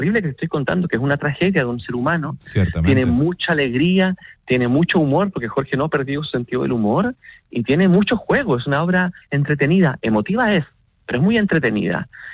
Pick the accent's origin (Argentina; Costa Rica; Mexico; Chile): Chile; les cuento a todos nuestros radioescuchas que somos de Chile